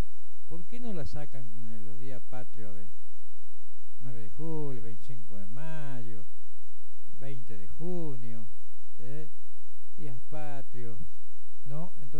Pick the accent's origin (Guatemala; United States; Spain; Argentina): Argentina; si somos argentinos